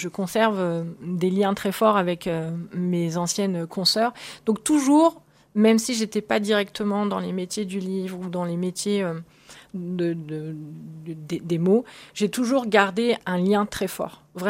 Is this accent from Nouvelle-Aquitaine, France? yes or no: yes; Niort, Nouvelle-Aquitaine, France; born there; also born or lived in Nantes / Lille / Paris / Luxembourg; now in Blois, France; Je suis née à Niort, dans les Deux-Sèvres.